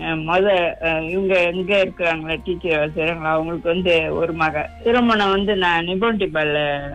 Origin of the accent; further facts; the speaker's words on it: Taiping, Perak, Malaysia; now in Kulim, Malaysia; நான் பிறந்து வளர்ந்ததுலாம் டைப்பிங் கிபோங்கஸ்து தோட்டத்துல.